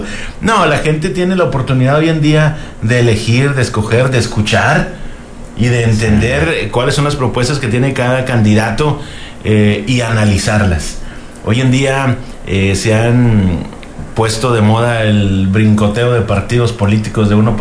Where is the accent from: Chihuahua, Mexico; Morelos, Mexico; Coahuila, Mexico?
Coahuila, Mexico; Allende; nosotros somos de Allende, ya lo sabes, sí, por ende, ¿no?, de la región 5 Manantiales.